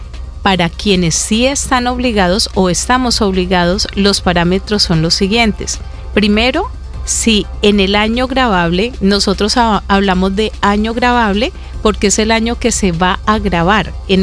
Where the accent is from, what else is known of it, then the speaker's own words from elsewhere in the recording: Colombia; Soy colombiana